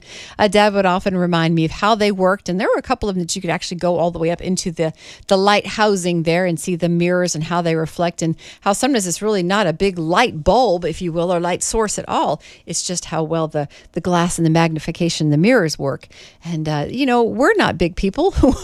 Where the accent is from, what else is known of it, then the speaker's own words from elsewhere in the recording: Massachusetts, United States; Growing up in Massachusetts, there were a lot of lighthouses there.